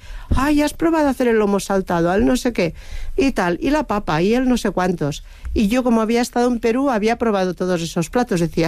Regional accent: Lleida, Catalonia, Spain

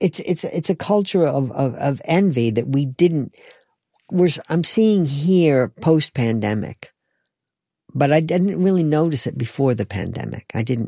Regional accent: North Carolina, United States; also born or lived in Western New York State, United States; But I grew up in North Carolina, but my family moved from Western New York State when I was in second grade.

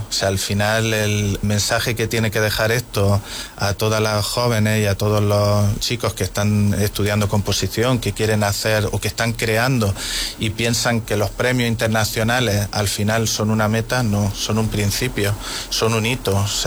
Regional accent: Guadix, Andalusia, Spain; yo sí me siento poeta querido aquí en Guadix.

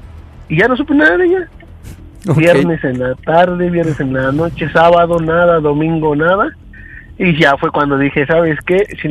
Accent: Venustiano Carranza, Mexico City, Mexico; De Venustiano Carranza, 33 años. Próximo a cumplir 34.

